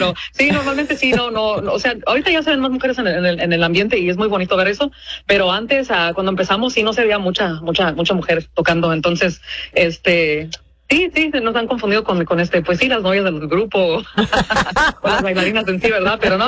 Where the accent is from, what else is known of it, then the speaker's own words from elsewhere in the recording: Chihuahua, Mexico; now in Chicago, United States; yo soy de Chihuahua.